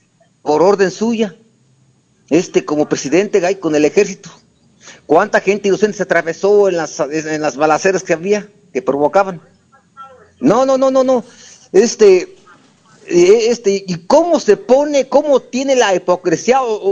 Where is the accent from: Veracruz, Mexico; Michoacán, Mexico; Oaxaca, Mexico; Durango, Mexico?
Michoacán, Mexico; Santa Ana Maya; yo los he escuchado aquí en mi pueblo.